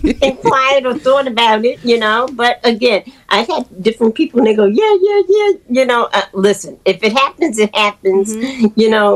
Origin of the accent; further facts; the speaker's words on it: New York, United States; I Madison Square Garden, as a New Yorker, is like the ultimate dream.